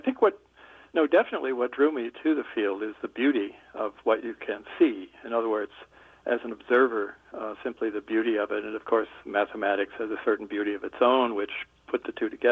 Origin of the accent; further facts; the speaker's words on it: New Jersey, United States; You know, from early childhood on, I grew up in on the East Coast, New Jersey, and started to use small telescopes there